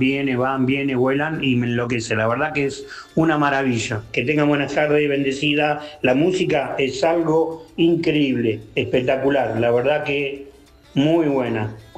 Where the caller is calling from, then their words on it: Ciudad Madero, Buenos Aires, Argentina; acá de Ciudad Madero.